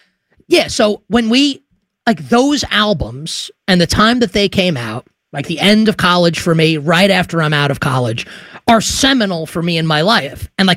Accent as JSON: {"language": "English", "town": "Queens", "region": "New York", "country": "United States", "said": "And I'm from Queens and I would choose"}